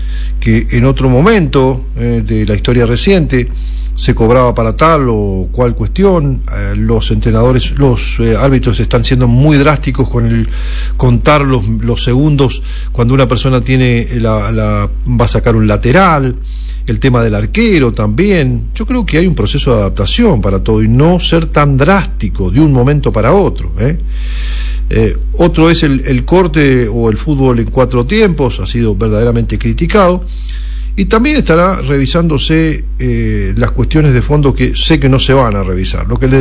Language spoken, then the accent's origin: Spanish; Argentina